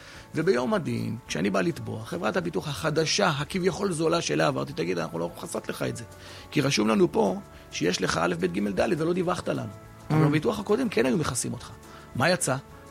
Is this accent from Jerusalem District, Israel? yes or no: no; Southern District, Israel; אני מהנגב